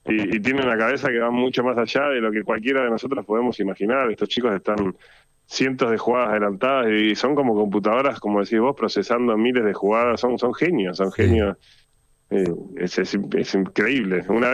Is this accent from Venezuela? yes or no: no; Argentina; pero yo soy argentino de alma y corazón